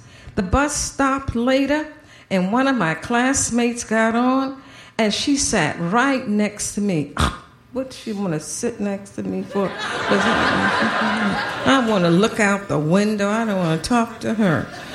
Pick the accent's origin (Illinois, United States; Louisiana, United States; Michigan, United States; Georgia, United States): Georgia, United States; Savannah; I grew up in Savannah, Georgia, in the deep, deep South.